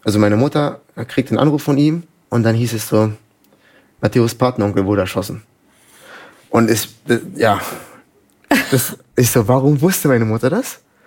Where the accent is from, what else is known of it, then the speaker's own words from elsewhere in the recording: Dachau, Bavaria, Germany; born there; also born or lived in Bogotá, Colombia; ich bin in Dachau geboren, bist in München, da die Ecke. Und dann war ich die ersten 7,5 Jahre meines Lebens in Bogota, haben wir gelebt.